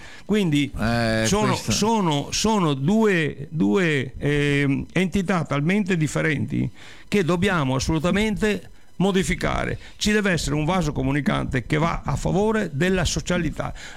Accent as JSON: {"language": "Italian", "region": "Veneto", "country": "Italy", "said": "io non voglio lasciare il mio paese, il mio Veneto"}